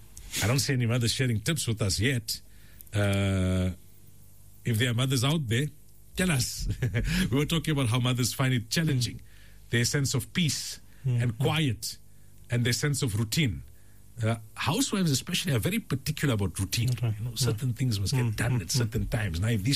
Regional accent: South Africa; I'm not a criminal, but I'm a South African.

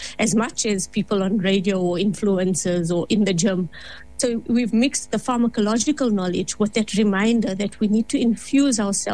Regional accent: South Africa; as South African healthcare professionals, and more importantly as Muslim healthcare professionals

